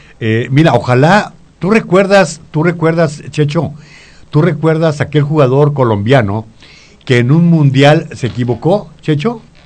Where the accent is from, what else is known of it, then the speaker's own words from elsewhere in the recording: Mexico; nos hicieron los mexicanos